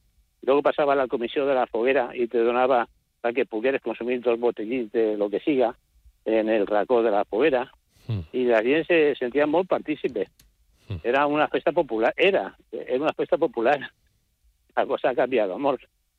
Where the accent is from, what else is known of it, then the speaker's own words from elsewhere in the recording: Alicante, Valencian Community, Spain; la foguera del meu barri, el Portuari Pla del Bon Repòs